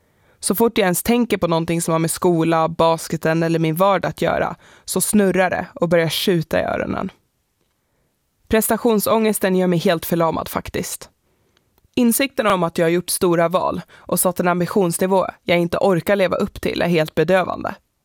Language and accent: Swedish; Gävle, Gävleborg County, Sweden; moved away; Hemma i Gävle hade jag alltid varit den längsta tjejen på planen.